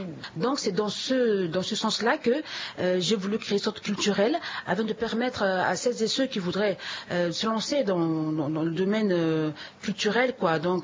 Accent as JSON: {"language": "French", "country": "Central African Republic", "said": "chez nous. Vous savez, en RCA"}